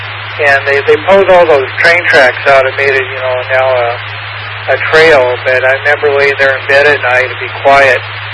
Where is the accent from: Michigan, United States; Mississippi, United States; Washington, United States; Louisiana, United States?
Washington, United States; Renton; You know, I grew up in Renton, we were back in the hills above Renton there up in the...